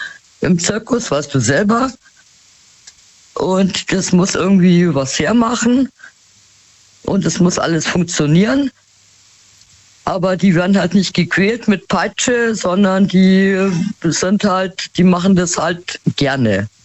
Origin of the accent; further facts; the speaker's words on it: Munich, Bavaria, Germany; Da war ich nämlich x-mal, weil ich komme aus München, ja.